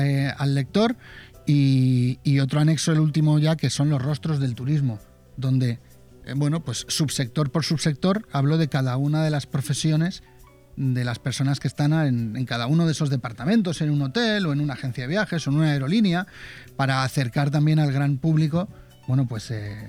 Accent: Benidorm, Valencian Community, Spain; soy de Benidorm y soy el mayor de la cuarta generación de una familia de empresarios turísticos

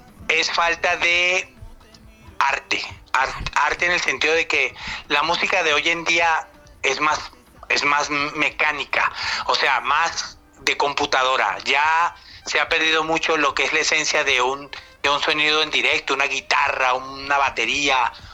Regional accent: Venezuela; born there; moved away; also born or lived in Mexico; nací en Venezuela, soy venezolano de nacimiento, pues vamos, mi tierra es y será siempre mi tierra.

